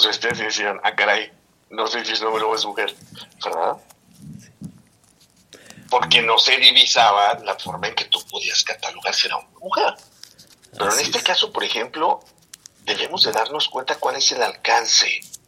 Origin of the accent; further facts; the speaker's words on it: Mexico; Es completamente diferente a somos mexicanos.